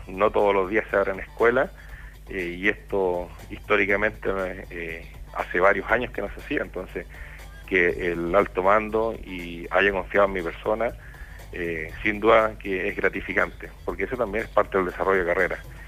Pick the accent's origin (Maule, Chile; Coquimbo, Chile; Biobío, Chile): Maule, Chile; Molina; now in Quirihue, Chile; maulino, de la comuna de Molina, yo creo que es conocida siempre por las siete tazas.